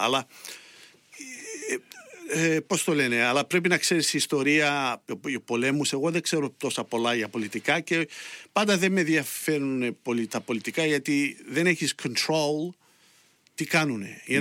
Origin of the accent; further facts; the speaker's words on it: Melbourne, Victoria, Australia; also born or lived in Richmond, Victoria / Carlton, Victoria; μεγάλωσα εδώ στο Brunswick, πήγα γυμνάσιο.